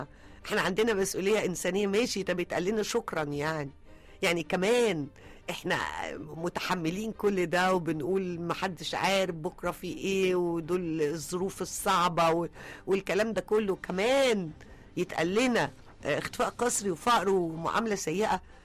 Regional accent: Egypt

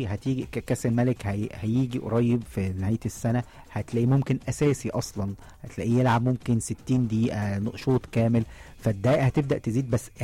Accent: Egypt; احنا كمصريين

